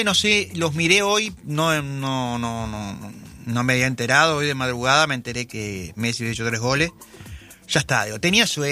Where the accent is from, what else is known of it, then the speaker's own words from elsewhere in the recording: Uruguay; Somos uruguayos